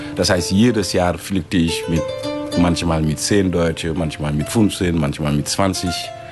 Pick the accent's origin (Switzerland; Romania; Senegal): Senegal; Dakar; German is a second language; moved away as an adult; now in Cologne, Germany; Ich komme aus Dakar, der Hauptstadt von Senegal.